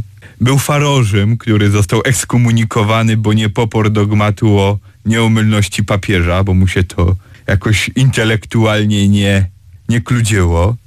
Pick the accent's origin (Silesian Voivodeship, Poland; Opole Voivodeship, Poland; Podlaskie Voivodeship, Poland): Opole Voivodeship, Poland; Olesno; accent: Silesian; Rzadko sobie tak uświadomimy, że u nas na Śląsku, też w tym, na tym Śląsku Łopolskim, Łopolskiej Tajle Górnego Śląska mamy roztomajtych wyuczonych poszukiwaczy